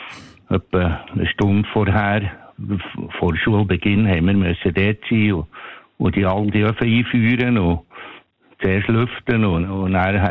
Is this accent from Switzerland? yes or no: yes; Leissigen, Bern, Switzerland; Ich bin in Leissigen am Thunersee aufgewachsen.